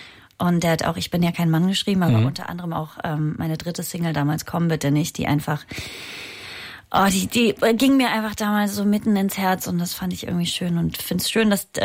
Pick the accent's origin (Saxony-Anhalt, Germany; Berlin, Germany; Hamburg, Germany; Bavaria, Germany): Saxony-Anhalt, Germany; Halberstadt; weil ich ja am Wochenende in meiner Heimatstadt Halberstadt ein Open Air gespielt habe